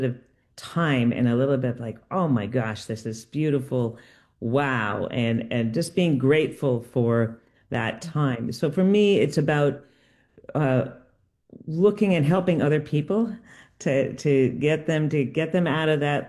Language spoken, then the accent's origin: English; Connecticut, United States; now in Burlington, United States; I grew up sailing in Connecticut.